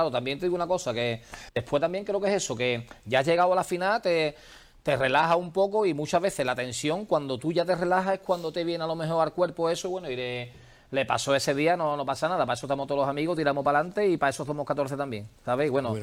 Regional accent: Cádiz, Andalusia, Spain; y nosotros somos de Cádiz, ¿eh?

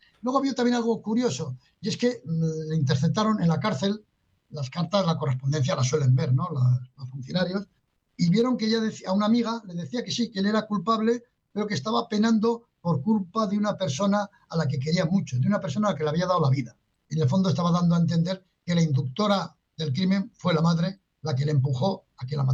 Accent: Pamplona, Navarre, Spain; volviendo a mi tierra en Pamplona

